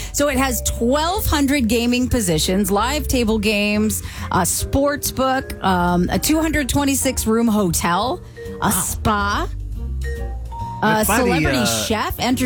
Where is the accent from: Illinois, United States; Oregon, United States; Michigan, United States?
Illinois, United States; Chicago; I'm from Chicago.